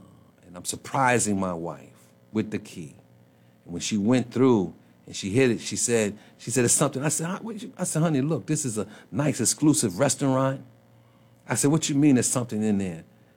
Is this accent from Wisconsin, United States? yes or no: no; New York City, New York, United States; Now, listen, I'm from New York City.